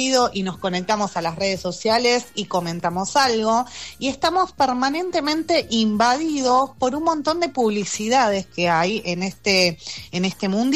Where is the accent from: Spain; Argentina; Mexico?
Argentina; a nosotros como argentinos y argentinas